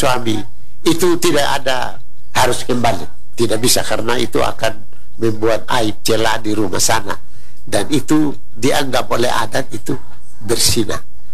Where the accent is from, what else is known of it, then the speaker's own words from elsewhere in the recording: Sabu, East Nusa Tenggara, Indonesia; kita sebagai orang Sabu.